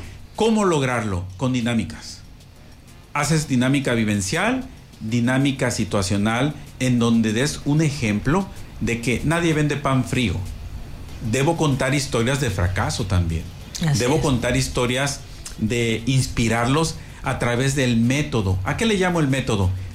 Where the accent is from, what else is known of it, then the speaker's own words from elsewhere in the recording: Chiapas, Mexico; Pues yo soy chapaneco.